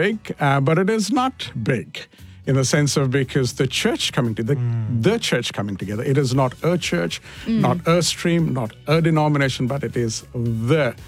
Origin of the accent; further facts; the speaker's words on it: India; I'm an Indian, by the way, sorry, because you can't see me, but I'm an Indian.